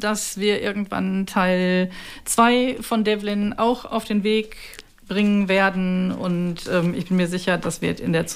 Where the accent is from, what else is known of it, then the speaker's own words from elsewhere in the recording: Herten, North Rhine-Westphalia, Germany; now in Bremen, Germany; Aber am 7. November zum Beispiel bin ich in Herten-Westerholt in meiner Heimat